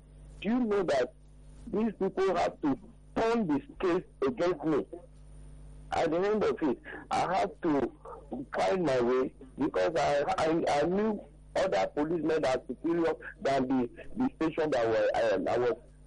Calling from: Ayobo, Lagos, Nigeria; Welcome. I'm calling from Ayobo.

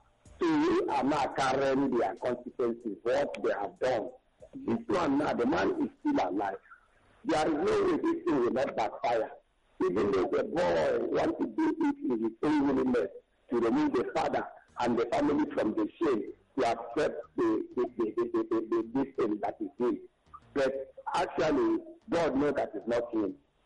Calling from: Ejigbo, Lagos, Nigeria; from Ejigbo.

